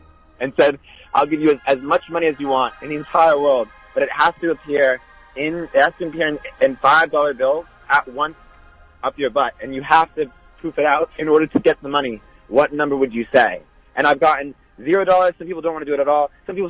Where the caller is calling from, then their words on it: New York, United States; We're calling from New York. I guess from around Columbia University.